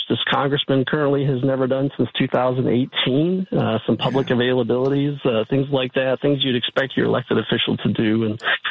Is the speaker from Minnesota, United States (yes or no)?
no; Detroit, Michigan, United States; born there; now in Kalamazoo, United States; I was born in Detroit, Michigan, and Kalamazoo is where I live